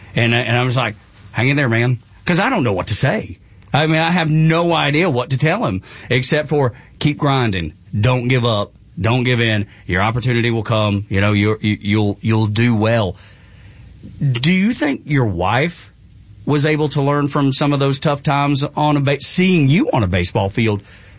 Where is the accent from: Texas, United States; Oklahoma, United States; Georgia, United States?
Georgia, United States; She's from upstate New York. I'm from Northwest Georgia.